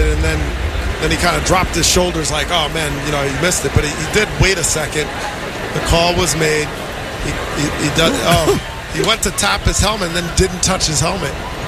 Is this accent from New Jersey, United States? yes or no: yes; New Jersey, United States; And, you know, I grew up in New Jersey, so when he came over to the Yankees, he was very memorable.